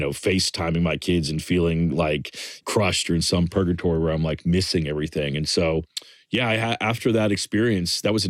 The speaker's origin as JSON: {"language": "English", "region": "the South", "country": "United States", "tie": "born or raised there", "said": "growing up in the South, there's a part of me that was always like ready to get out of there."}